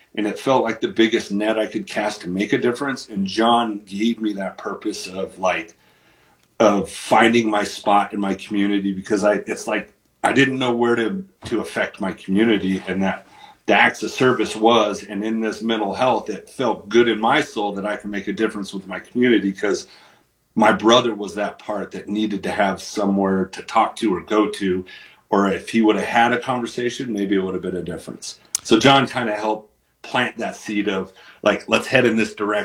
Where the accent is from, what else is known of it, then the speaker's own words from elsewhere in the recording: Utah, United States; I'm from Utah.